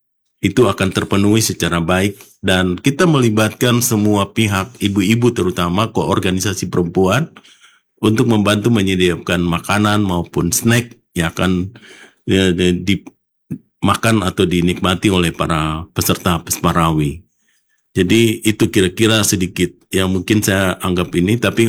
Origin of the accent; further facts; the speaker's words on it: Papua, Indonesia; budaya kita, Papua